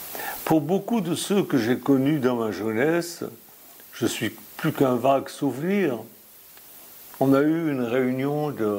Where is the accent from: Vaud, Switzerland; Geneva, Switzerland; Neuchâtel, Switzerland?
Vaud, Switzerland; Lausanne; also born or lived in Chexbres, Lavaux; Je suis né à Lausanne, en Suisse, dans le canton de Vaud.